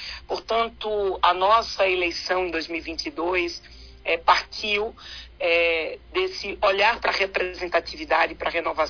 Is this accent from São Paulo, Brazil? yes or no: no; Caruaru, Pernambuco, Brazil